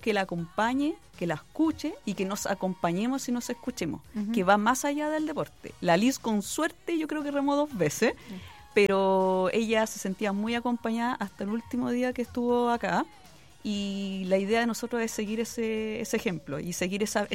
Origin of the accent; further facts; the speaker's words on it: Valparaíso, Chile; Mira, y como salimos de distintas partes, pues como te digo, somos de Concón, Viña, Valparaíso, etcétera, nos vamos organizando para irnos en los autos respectivos.